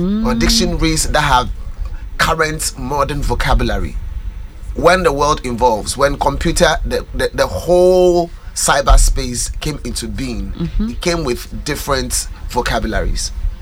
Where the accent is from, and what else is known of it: Ghana